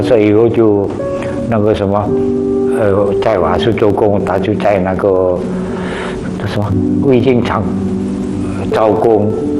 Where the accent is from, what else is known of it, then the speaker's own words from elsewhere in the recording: Malang, East Java, Indonesia; moved away; 我在马浪啊